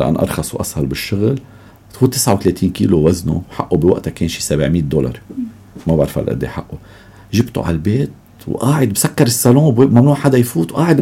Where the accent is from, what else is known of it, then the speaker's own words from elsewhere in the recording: Beirut, Beirut Governorate, Lebanon; accent: Beiruti; ما يتضايقوا من لهجتي البيروتيه